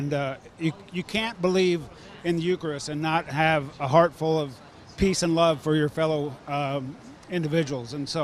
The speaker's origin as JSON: {"language": "English", "town": "Lebanon", "region": "Ohio", "country": "United States", "said": "from Lebanon, Ohio."}